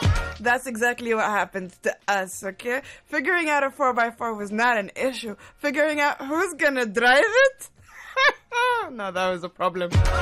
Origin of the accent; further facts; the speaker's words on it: Muscat, Oman; I'm from Al Hail, okay, I stay in Al Hail.